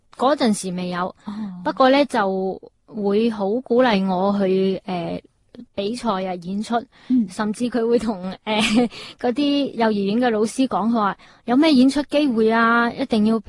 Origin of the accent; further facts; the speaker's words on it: Jiangmen, Guangdong, China; born there; 我本身呢，我系喺江门出世嘅